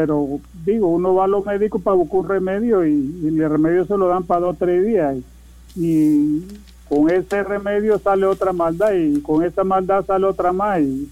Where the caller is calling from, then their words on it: Panama City, Panamá, Panama; De aquí, de la ciudad de Panamá.